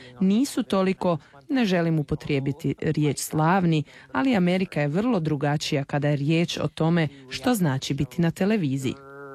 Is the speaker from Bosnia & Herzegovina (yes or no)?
no; Mississauga, Ontario, Canada; Naši korijeni bili su vrlo, vrlo snažni tijekom mog odrastanja. odrasla sam u Mississauga u Ontariju. Nedaleko od Toronta je postoji velika hrvatska zajednica.